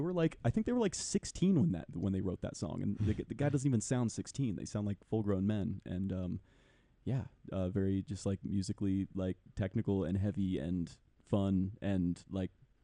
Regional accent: Oregon, United States; born there; I remember at my high school in Oregon

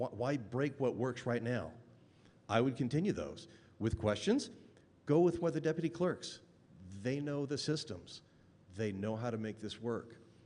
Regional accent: Grand County, Utah, United States; I was raised in Grand County. I've raised seven kids here, gone through schools, through here in Grand County schools

